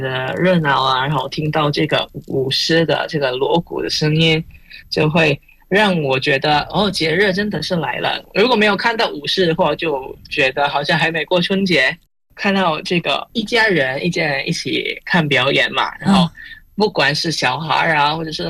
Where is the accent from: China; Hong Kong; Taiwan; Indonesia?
Indonesia; Pontianak, West Kalimantan; now in Jakarta, Indonesia; 在坤甸我的家乡